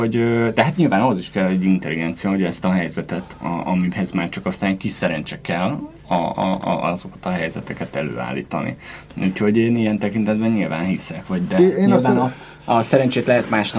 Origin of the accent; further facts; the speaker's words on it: Miskolc, Borsod-Abaúj-Zemplén, Hungary; born there; also born or lived in Debrecen; Miskolcon születtem, és aztán Debrecen, és nem tudom, és az apám még folyamatosan költöztek.